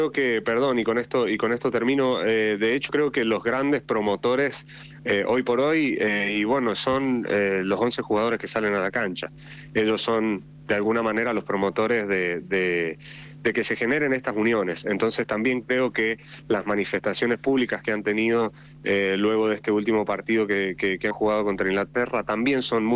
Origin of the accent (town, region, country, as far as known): Argentina